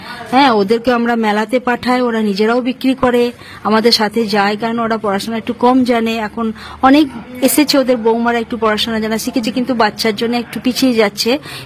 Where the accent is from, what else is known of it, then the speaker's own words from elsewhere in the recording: Bhatar, West Bengal, India; আমি বর্ধমান জেলার ভাতার থানার ওর গ্রামে বাসিন্দা।